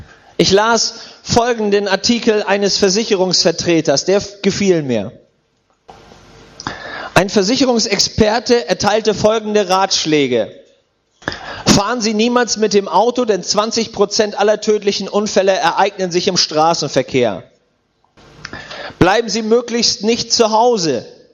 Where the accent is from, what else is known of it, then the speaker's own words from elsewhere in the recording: Schleswig-Holstein, Germany; Als Junge in Schleswig-Holstein aufgewachsen